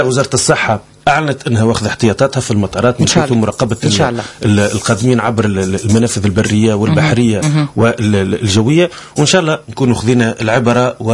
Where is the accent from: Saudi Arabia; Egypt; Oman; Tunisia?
Tunisia; إحنا نسبيا في تونس